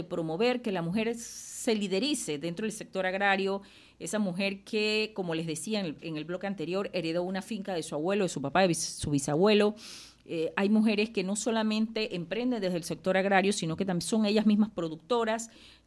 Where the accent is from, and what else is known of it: Panama